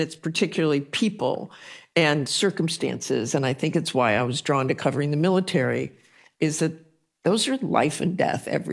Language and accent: English; Salt Lake City, Utah, United States; I was raised in Salt Lake City, and I did not have a father.